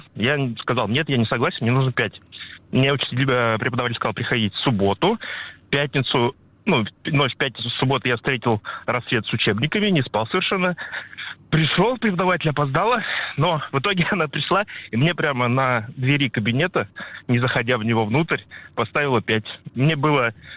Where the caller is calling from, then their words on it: Ufa, Bashkortostan, Russia; я из Уфы.